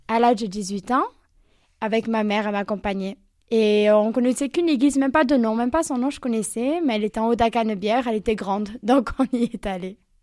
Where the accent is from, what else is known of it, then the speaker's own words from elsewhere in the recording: Marseille, Provence-Alpes-Côte d'Azur, France; Et moi, j'habitais à Marseille, je suis marseillaise.